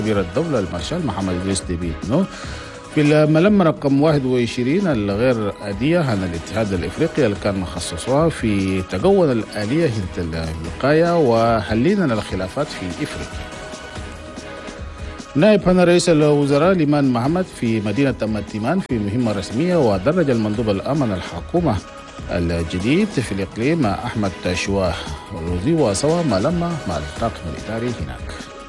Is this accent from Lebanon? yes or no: no; Chad